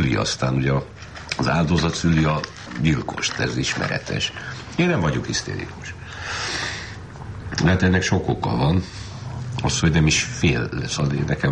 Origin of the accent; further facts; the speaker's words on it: Hungary; magyar vagyok, zsidó vagyok, nagyon jó megférnek nálam ezek. Férfi vagyok